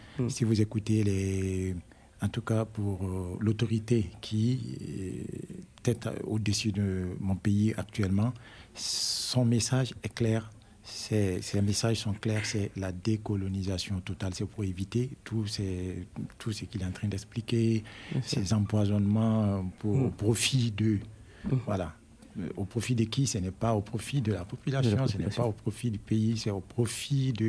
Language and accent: French; Burkina Faso; chez nous, chez moi au Burkina Faso